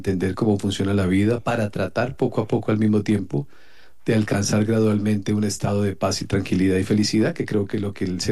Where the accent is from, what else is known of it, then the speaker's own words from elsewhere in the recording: Colombia; Soy colombiano.